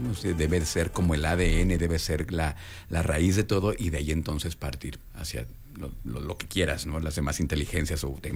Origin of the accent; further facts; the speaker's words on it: Irapuato, Guanajuato, Mexico; moved away; Ya anda Nancy Salazar allá en mi tierra.